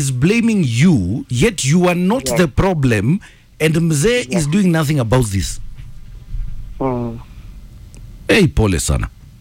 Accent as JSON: {"language": "English", "country": "Kenya"}